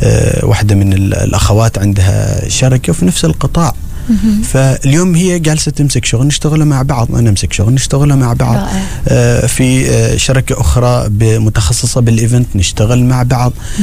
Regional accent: Oman; عندنا في عمان

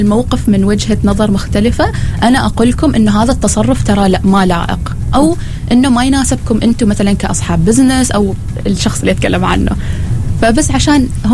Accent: Oman

